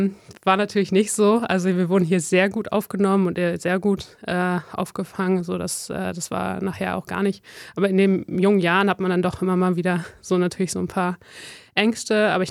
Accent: Netherlands; now in Germany; also ich komme ja ursprünglich aus den Niederlanden, habe dann aber gedacht, nee, das bin ich jetzt so lange raus, vielleicht kriege ich das auch gar nicht hin.

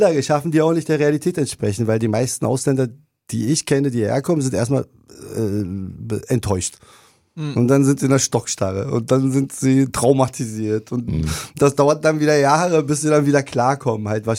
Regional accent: Berlin, Germany; ich bin dann 75 in Berlin geboren, ja, und war tatsächlich auch mit 12 das erste Mal in der Türkei.

